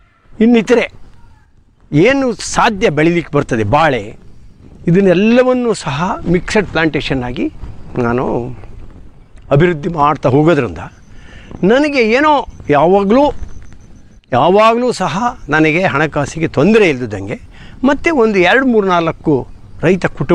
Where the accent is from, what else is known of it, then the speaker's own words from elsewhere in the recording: Koppa, Karnataka, India; ನನ್ನ ಊರು ಕೊಪ್ಪ, ಮಳ್ಳ ಗ್ರಾಮ, ಕಸಬಾ ಹೋಬಳಿ, ಸಾಗರ ತಾಲೂಕು. ನಾನೊಬ್ಬ ಕೃಷಿಕ.